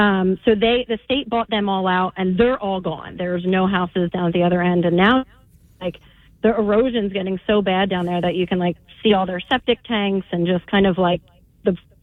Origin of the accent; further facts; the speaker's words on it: Ventnor, New Jersey, United States; I grew up down in Ventnor